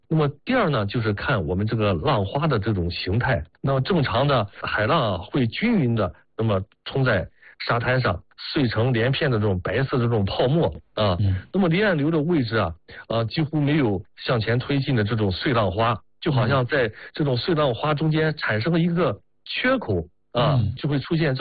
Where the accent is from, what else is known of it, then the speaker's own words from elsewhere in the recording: Qingdao, Shandong, China; 因为我在青岛在海边长大